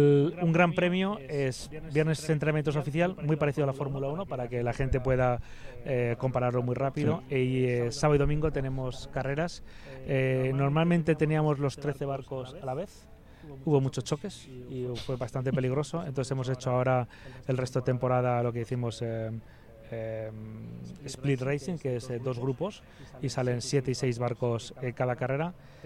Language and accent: Spanish; Aragon, Spain; moved away; aunque no soy de aquí, soy maño, pero ya llevo más años aquí que en mi tierra